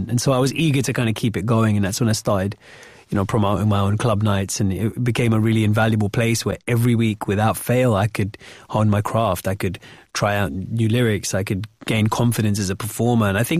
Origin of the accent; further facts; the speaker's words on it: Wembley, London, United Kingdom; So I grew up in the mid-90s in the UK. I grew up in Wembley.